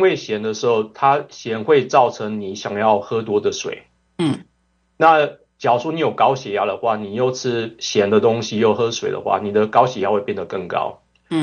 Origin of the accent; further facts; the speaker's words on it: Taiwan; 因为我是来自台湾，所以我小时候我有吃过中药，我们家人也有吃过中药。